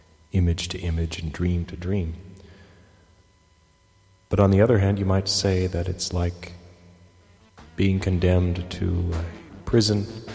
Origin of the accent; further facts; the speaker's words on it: Hallam, United States; It's nice to be back in my hometown of Hallam, that town with a grumpy, prosaic, Republican-sounding name, like a squat horizontal building.